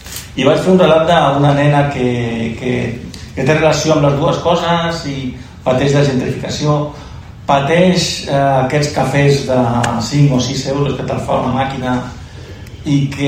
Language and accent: Catalan; Cornellà, Catalonia, Spain; now in Cubelles, Spain; he escrit un relat que es diu Torres al cel, i jo soc de Cornellà, també he hagut de fugir de Barcelona per culpa de la gentrificació, tan clar, i ara visc a Cubelles